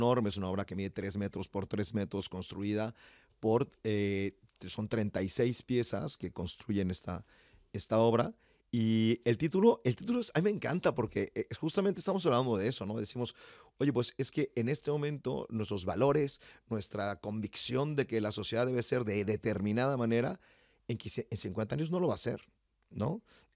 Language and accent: Spanish; Mexico; yo soy mexicano